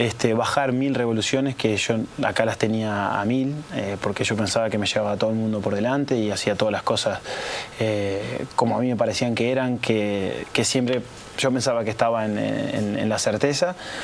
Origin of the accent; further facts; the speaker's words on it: Montevideo, Uruguay; moved away as an adult; also born or lived in Sweden; Pueblo Nuevo, ahí, Mercado Modelo, atrás de la placita de Platense.